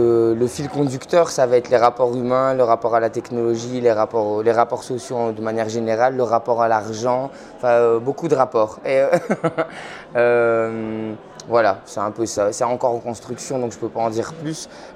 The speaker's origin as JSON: {"language": "French", "country": "Belgium", "said": "Je suis belge"}